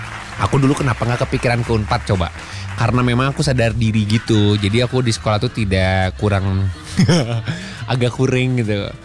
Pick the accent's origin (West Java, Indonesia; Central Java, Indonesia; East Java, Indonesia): West Java, Indonesia; Bandung; orang Kopo pokoknya. Penyiar Rangga boleh manggil nama ke saya atau … juga gak apa-apa. Saya …, mama ayah Bandung. Oh, saya …, mama ayah Bandung.